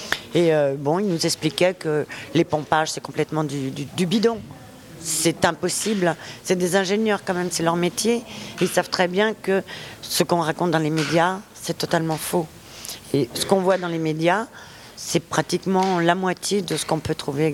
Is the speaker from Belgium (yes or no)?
no; Spain; now in France; Ça fait 40 ans que je suis en France. Je suis toujours espagnole.